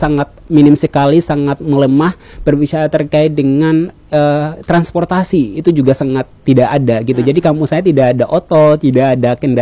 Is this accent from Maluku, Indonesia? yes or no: yes; Maluku, Indonesia; moved away as an adult; kampung saya, Kampung Ambalo, yang kemudian kampung dikenal sebagai kampung atau pulau sendiri